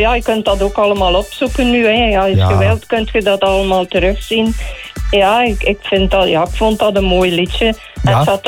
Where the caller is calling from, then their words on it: Ypres, Flanders, Belgium; ik ben van Ieper.